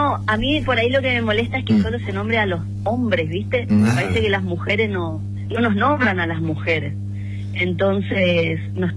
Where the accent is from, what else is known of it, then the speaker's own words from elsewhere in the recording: Eldorado, Misiones, Argentina; Somos acá del Dorado, nos conocemos todos